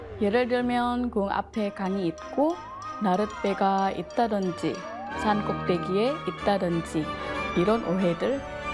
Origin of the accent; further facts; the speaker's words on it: Indonesia; Korean is a second language; moved away as an adult; now in South Korea; 저는 인도네시아에서 온 벙커 회원 … 반갑습니다. 인도네시아에 왔을 때 한국 드라마를 즐겨 봤어요. 그러다가 한국에 와서 대학을 다니게 됐어요.